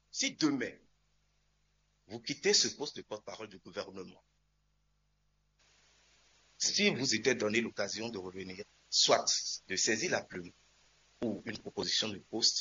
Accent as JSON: {"language": "French", "country": "Benin", "said": "Il choisit d'aller faire le journalisme sous nos tropiques, chez nous au Bénin, alors qu'il a d'autres possibilités."}